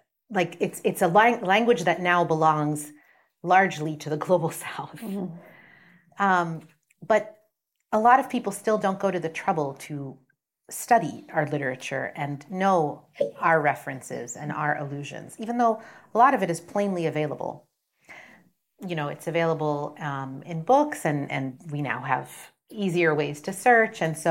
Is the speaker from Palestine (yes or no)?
yes; Palestine; being Palestinian is the honor of my life.